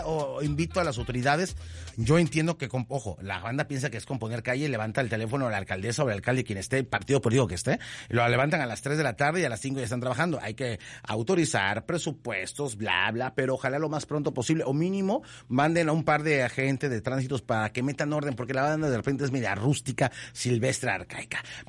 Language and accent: Spanish; Boca del Río, Veracruz, Mexico; soy boqueño, es Boca del Río, es mi tierra, y tal vez en unos años sea el próximo alcalde